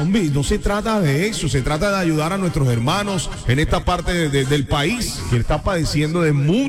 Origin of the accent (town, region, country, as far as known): Colombia